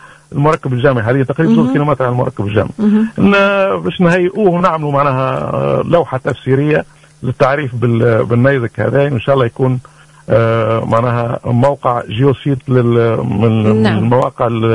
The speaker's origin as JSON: {"language": "Arabic", "town": "Tataouine", "region": "Tataouine Governorate", "country": "Tunisia", "said": "احنا عندنا في تطاوين"}